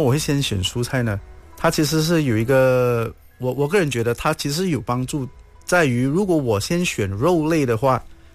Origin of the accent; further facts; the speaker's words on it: Malaysia; 尤其是我们马来西亚人人均吃货嘛。